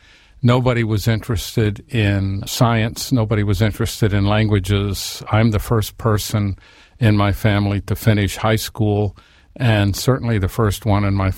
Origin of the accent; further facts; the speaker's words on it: United States; I grew up on the Mexican border, and 83% of the students in my school were Spanish-speaking, and I was in the minority of English-speaking.